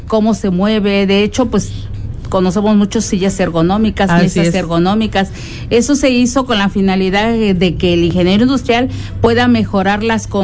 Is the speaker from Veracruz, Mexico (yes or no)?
yes; Orizaba, Veracruz, Mexico; soy de Orizaba